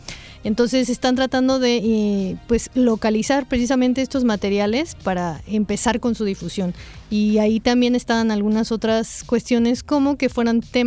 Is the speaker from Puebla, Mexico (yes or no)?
no; Orizaba, Veracruz, Mexico